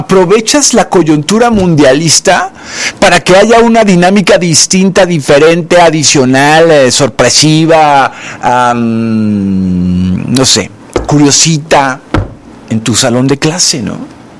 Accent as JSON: {"language": "Spanish", "country": "Mexico", "said": "Tampoco soy opositor, soy un mexicano que quiero lo mejor para este país, ¿eh?"}